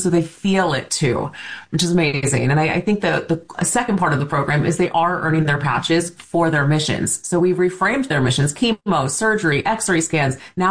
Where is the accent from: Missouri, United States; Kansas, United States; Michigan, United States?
Missouri, United States; St. Louis; I'm from St. Louis. I love the Midwest.